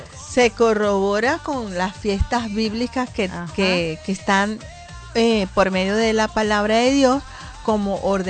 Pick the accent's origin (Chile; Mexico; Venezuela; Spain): Venezuela; now in United States; aunque yo soy venezolana